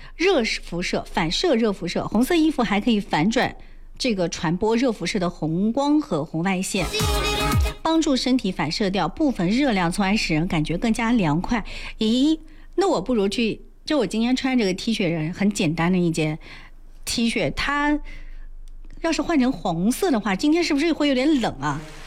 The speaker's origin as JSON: {"language": "Chinese", "country": "China", "said": "我们中国人不都是黄皮吗，"}